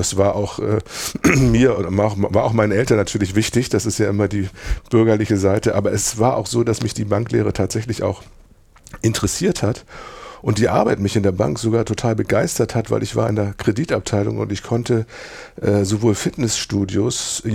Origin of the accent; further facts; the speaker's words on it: Pinneberg, Schleswig-Holstein, Germany; also born or lived in Hamburg; ich komme aus Hamburg, aber ich habe in Pinneberg groß geworden.